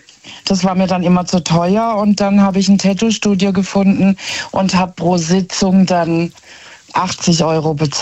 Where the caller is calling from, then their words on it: Heilbronn, Baden-Württemberg, Germany; Ja, aus Heilbronn.